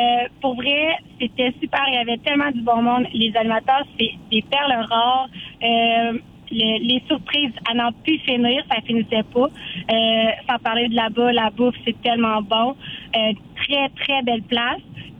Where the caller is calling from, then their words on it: Trois-Rivières, Quebec, Canada; Je suis de Trois-Rivières